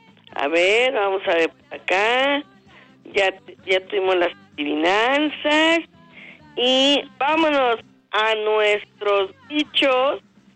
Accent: Puebla, Mexico; nosotros como mexicanos, como poblanos

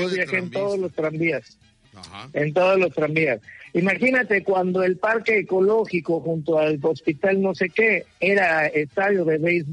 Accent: Veracruz, Mexico; yo crecí en México entre vino y tranvía.

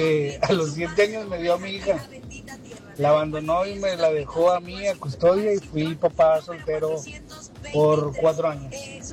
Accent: Monterrey, Nuevo León, Mexico; Y soy de Monterrey, vengo escuchando la calle, mira.

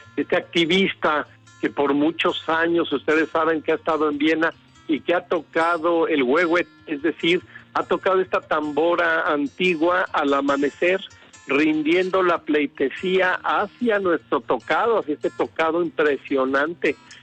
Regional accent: Mexico; Pues es de agradecerle como mexicano que haya hecho su vida ahí

